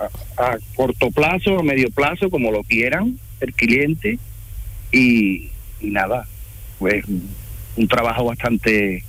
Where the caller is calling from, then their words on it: Seville, Andalusia, Spain; yo soy en Sevilla, concretamente en el barrio de Pino Montano.